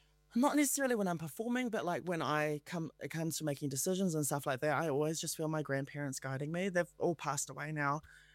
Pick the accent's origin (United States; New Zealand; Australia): New Zealand; moved away as an adult; now in London, United Kingdom; when I moved to the UK originally, I was like trying to live as far away from anyone from Aotearoa as I could.